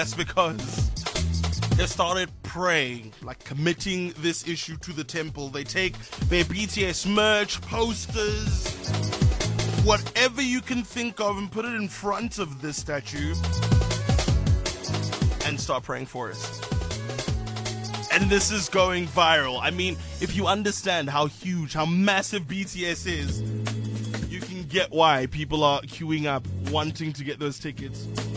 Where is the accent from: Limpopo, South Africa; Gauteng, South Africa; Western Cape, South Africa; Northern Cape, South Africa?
Gauteng, South Africa; Pretoria; I come from Pretoria